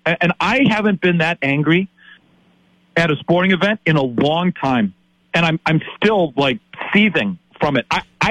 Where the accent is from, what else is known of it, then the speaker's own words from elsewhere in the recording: Milwaukee, Wisconsin, United States; moved away; I'm from Wisconsin. I'm from Milwaukee.